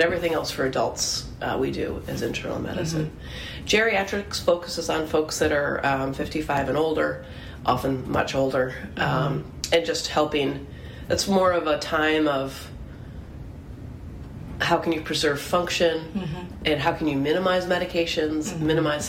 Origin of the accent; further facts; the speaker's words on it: Elmira, New York, United States; I'm a local from Elmira.